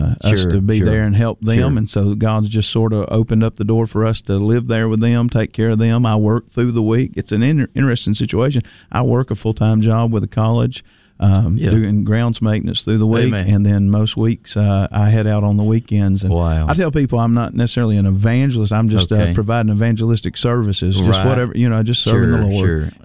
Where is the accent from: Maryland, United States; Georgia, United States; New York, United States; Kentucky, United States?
Georgia, United States; accent: North Georgia; now in Beverly Hills, Florida, United States; Folks laugh when I say I'm from Beverly Hills and Florida, and they hear my North Georgia accent